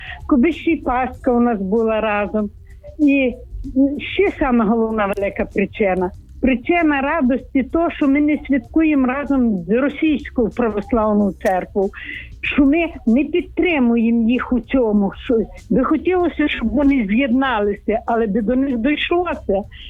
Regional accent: Chernivtsi, Chernivtsi Oblast, Ukraine; я з Чернівців.

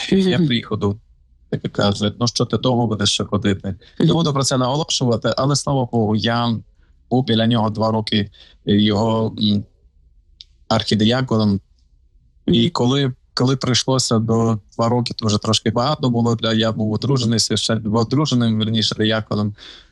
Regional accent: Ivano-Frankivsk Oblast, Ukraine; moved away as an adult; Я на Франківська.

